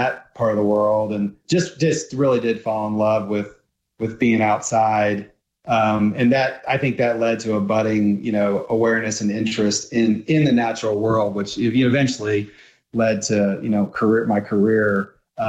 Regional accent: Williamsburg, Virginia, United States; also born or lived in Harrisonburg; I grew up in Williamsburg, Virginia, actually, over near the Big Water, and then fell in love with the mountains when I was in Harrisonburg, and been in the mountains ever since.

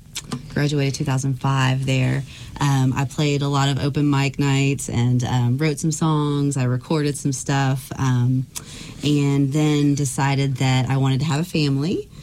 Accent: Georgia, United States; now in Tennessee, United States; Yeah, Georgia girl. Grew up there, went to college there, and then moved to Tennessee about 7 years ago.

